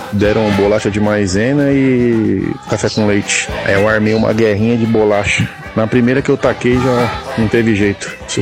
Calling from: São Paulo, Brazil; sou aqui de Pirituba.

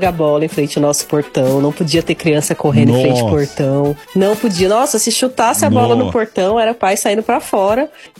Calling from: São Tomé das Letras, Minas Gerais, Brazil; falo de São Tomé das Letras.

